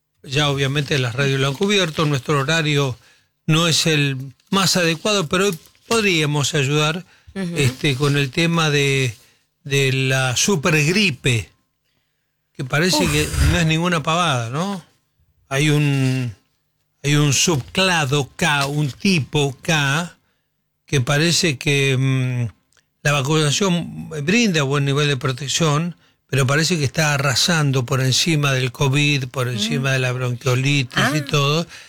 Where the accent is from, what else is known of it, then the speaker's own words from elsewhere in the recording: Argentina; Somos argentinos.